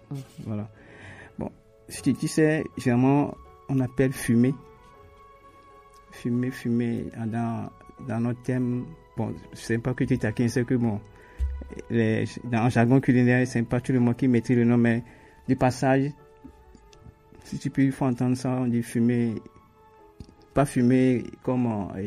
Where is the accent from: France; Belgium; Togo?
Togo; chez nous au Togo